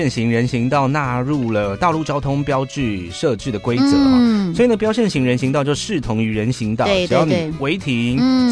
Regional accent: Sanxia, New Taipei, Taiwan; 我的故乡

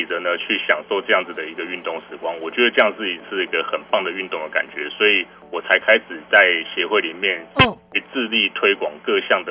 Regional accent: Taiwan

